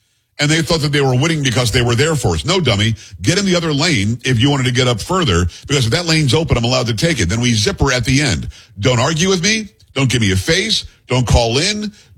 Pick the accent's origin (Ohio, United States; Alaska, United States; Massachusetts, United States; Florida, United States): Florida, United States; born or raised there; also born or lived in New York